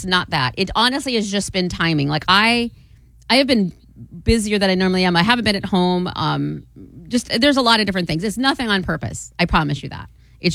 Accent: Fort Madison, Iowa, United States; moved away; Little tiny town that nobody's ever heard of called Fort Madison. It's in the southeast corner of Iowa.

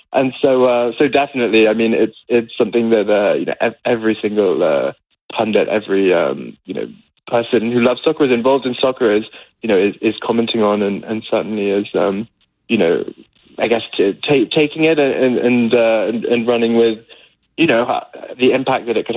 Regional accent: England, United Kingdom; now in Belgium; I'm English. I've been here 4 years though, so I'm definitely fond of Belgium

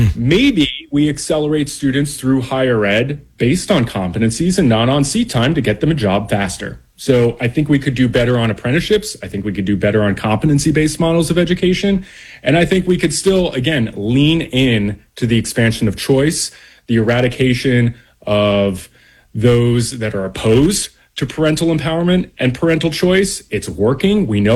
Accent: Florida, United States; coming home to my home state

